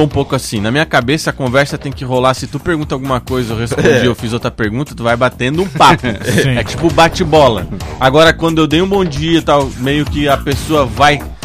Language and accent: Portuguese; Southern Brazil, Brazil